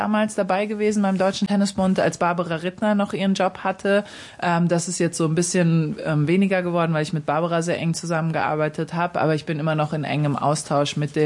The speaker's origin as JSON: {"language": "German", "town": "Darmstadt", "region": "Hesse", "country": "Germany", "tie": "born or raised there", "lives_now": "New York, United States", "said": "Genau, Darmstadt ist meine Heimat, absolut. Und New York ist die Stadt, in der ich wahlweise lebe."}